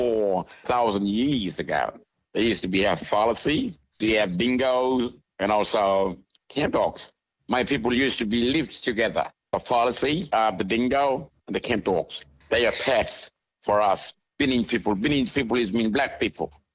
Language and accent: English; Gunbalanya, Northern Territory, Australia; We live around about 300 people, small community, and I'm from Gunbalanya in Northern Territory. So I lived here all in my life, also grew up here. And also … also I'm a Kunyawinkle person.